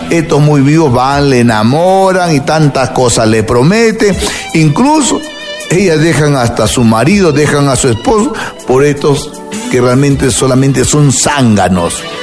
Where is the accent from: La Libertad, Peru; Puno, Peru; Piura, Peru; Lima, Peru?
Piura, Peru; Huancabamba; Tengo artes místicas de mi tierra, Huancabamba.